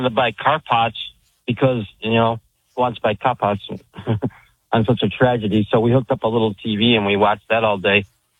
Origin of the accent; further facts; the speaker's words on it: New York, United States; now in Maui, United States; calling from Maui. I was born in New York and grew up there.